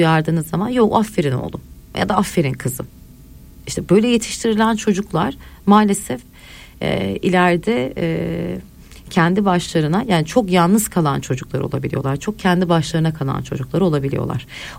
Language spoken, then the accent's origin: Turkish; Istanbul, Turkey; Ben şimdi Üsküdarlıyım aslan. Ben ailem 60-70 seneden beri Üsküdarlı, Doğancılar'da yetiştim.